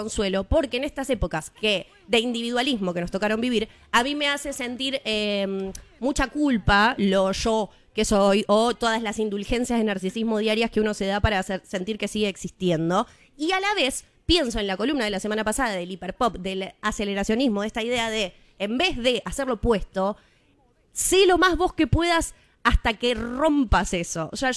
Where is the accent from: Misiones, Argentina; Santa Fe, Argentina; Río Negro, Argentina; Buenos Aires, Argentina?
Buenos Aires, Argentina; porque somos arrabaleros.